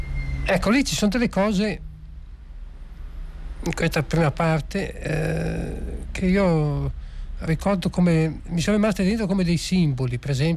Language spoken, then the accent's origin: Italian; Genoa, Liguria, Italy; io sono nato a Genova, ma da padre di Cagliari.